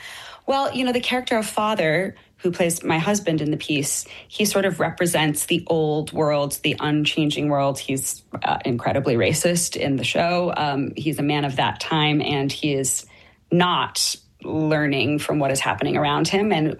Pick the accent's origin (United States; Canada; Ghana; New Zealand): Canada